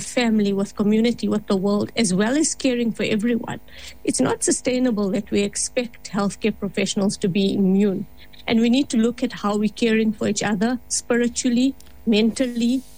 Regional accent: South Africa; as South African healthcare professionals, and more importantly as Muslim healthcare professionals

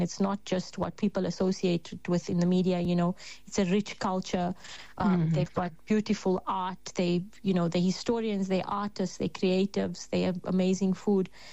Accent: South Africa; being South African now

